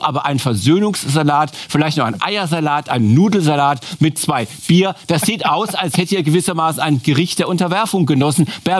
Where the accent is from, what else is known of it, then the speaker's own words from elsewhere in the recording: Germany; als Deutscher und Staatszahler.